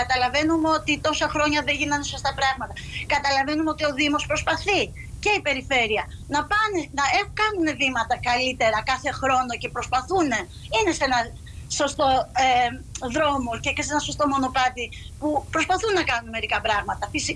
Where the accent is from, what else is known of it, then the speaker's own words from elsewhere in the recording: Zakynthos, Ionian Islands, Greece; επειδή είμαστε όλοι από τη Ζακύνθου